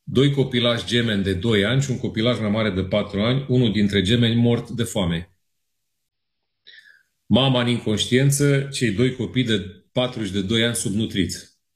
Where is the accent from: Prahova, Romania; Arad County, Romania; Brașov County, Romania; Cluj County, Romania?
Cluj County, Romania; Câmpia Turzii; Un mare scandal financiar vine de la Câmpia Turzii, orașul meu natal.